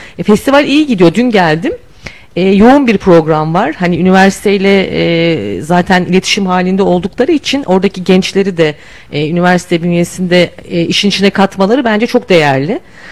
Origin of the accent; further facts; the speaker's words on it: Şarkışla, Sivas, Turkey; Aslında ben de Sivaslıyım. Şarkışla ilçesinde liseyi okumuştum. Sonra üniversite için İstanbul'a gittim.